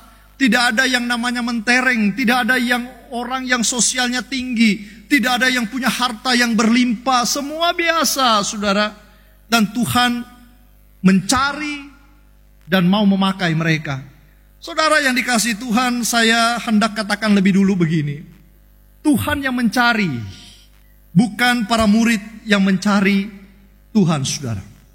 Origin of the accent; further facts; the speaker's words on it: Makassar, South Sulawesi, Indonesia; moved away as an adult; also born or lived in Manado; now in Magelang, Indonesia; Saya aslinya Makassar, Bapak Ibu Saudara, ujung pandang. Dan saya melayani di Manado 7 tahun, lalu kemudian ke Magelang sudah 20 tahun